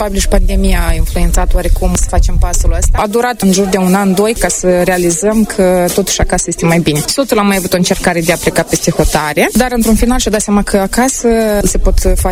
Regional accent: Logănești, Hîncești District, Moldova; Suntem din Hâncești, Logănești. Aveam procurat apartamentul nostru. Locuim în Hâncești deja de 5 ani.

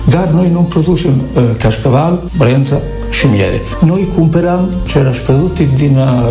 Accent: Italy; moved away as an adult; now in Moldova; Eu sunt din Italia, am o experiență mare, aproape de 35 de ani, în domeniul turismului. Am venit în Moldova cu soția 4 ani în urmă.

